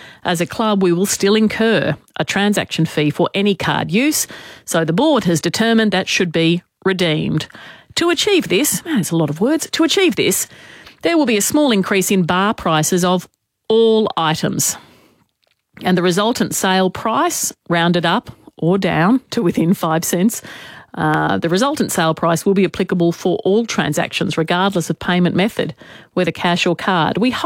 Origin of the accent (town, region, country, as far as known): Queensland, Australia; born or raised there; moved away